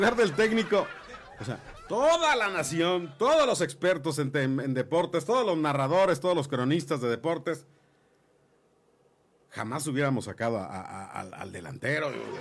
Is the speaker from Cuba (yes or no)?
no; Mexico; Somos mexicanos y somos todos los dueños del país. Nosotros somos los dueños de México, como mexicanos.